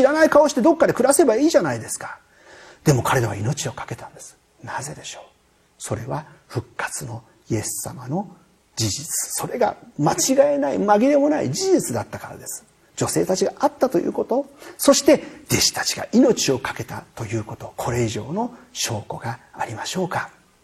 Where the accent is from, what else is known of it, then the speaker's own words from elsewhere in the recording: Shonan, Kanagawa, Japan; 私は湘南ボーイなんでね、もう偽物の偽物の偽物中の関西弁ですけれどもね